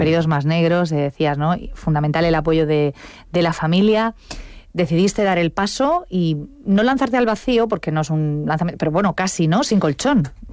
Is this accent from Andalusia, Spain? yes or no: no; Cartagena, Region of Murcia, Spain